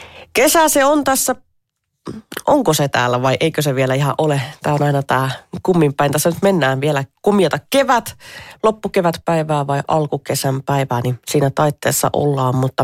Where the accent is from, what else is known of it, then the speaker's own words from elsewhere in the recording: Rovaniemi, Lapland, Finland; now in Pirkanmaa, Finland; Itse kun olen Rovaniemeltä kotoisin, niin ja täällä nyt Pirkanmaalla asunut yli 20 vuotta